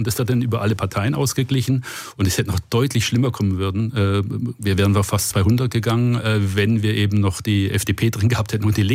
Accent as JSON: {"language": "German", "town": "Stuttgart", "region": "Baden-Württemberg", "country": "Germany", "tie": "born or raised there", "said": "War natürlich harte Zeiten im VfB-Land sozusagen, wo ich aufgewachsen bin als Werder-Fan."}